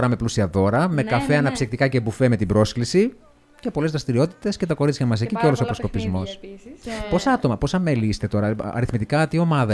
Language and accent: Greek; Athens, Attica, Greece; Ναύπλιο, Αμαλιάδα είναι η καταγωγή και μεγάλωσα στην Αθήνα.